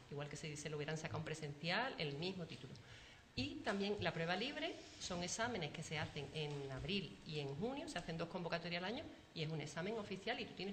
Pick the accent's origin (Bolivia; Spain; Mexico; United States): Spain; Rota, Andalusia; que yo soy de Rota, no soy de Salud.